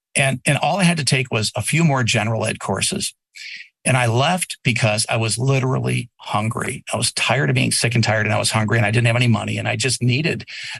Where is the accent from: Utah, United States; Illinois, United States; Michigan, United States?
Michigan, United States; Muskegon; I grew up in Muskegon.